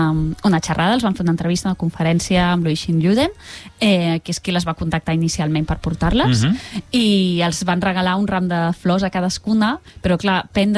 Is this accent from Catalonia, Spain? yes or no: yes; Reus, Catalonia, Spain; Com sabràs que, algú és de Reus? Tranquil, t'ho dirà. Ja ho sabeu tots, sóc de Reus.